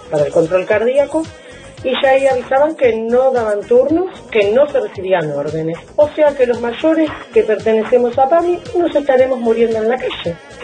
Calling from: Berazategui, Buenos Aires Province, Argentina; de Verazategui

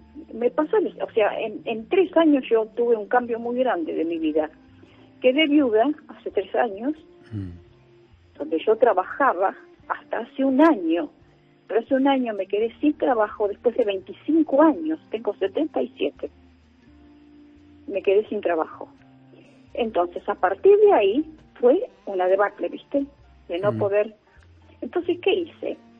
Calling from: Mar del Plata, Buenos Aires Province, Argentina; de Mar del Plata

